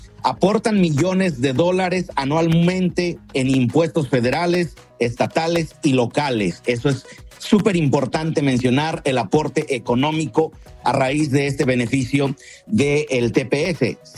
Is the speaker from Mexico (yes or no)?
yes; Mexico; como buen mexicano tiene que ser una algarabía.